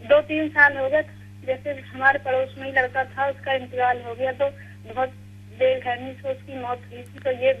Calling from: Bareilly, Uttar Pradesh, India; माँ नगर नई बस्ती बरेली से … बोल रही हूँ।

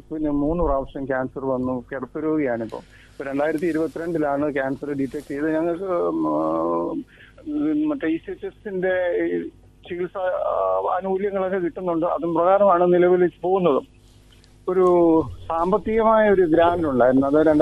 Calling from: Kottayam, Kerala, India; ഞാൻ കോട്ടയത്ത് നിന്നാണ് വിളിക്കുന്നത്.

